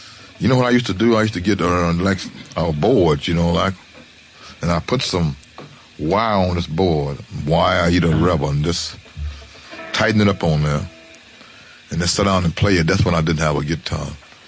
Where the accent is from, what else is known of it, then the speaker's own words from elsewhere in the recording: Memphis, Tennessee, United States; And I'm from Memphis.